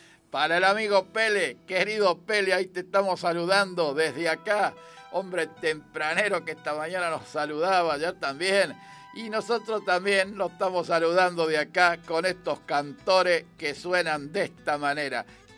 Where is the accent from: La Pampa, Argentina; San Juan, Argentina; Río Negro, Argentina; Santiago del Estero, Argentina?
La Pampa, Argentina; Ojeda; Saludo a la gente de mi pueblo Ojeda